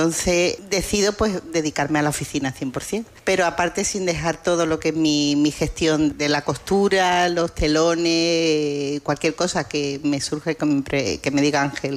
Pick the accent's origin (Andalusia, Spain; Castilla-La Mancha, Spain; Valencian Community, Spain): Andalusia, Spain; nos premiaron casi todos los premios más importantes de Cataluña, los tenemos nosotros y somos andaluces.